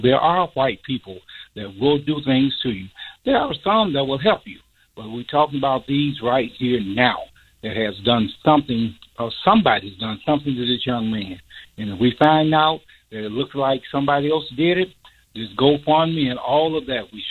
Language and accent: English; Canton, Mississippi, United States; moved away as an adult; now in Chicago, United States; from Canton, Mississippi, and I came to Chicago when I was 18.